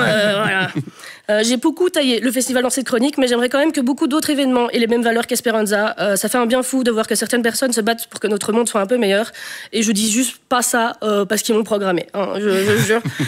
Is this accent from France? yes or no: no; Namur, Wallonia, Belgium; Moi, je suis d'Amiroise